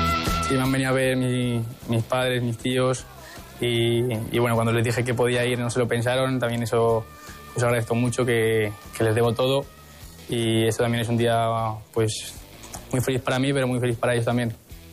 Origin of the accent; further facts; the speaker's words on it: Huesca, Aragon, Spain; yo soy aquí de Huesca toda la vida